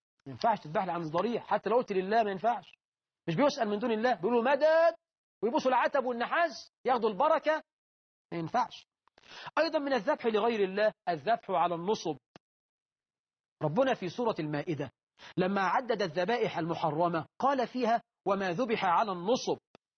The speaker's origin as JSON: {"language": "Arabic", "country": "Egypt", "said": "عندنا في مصر"}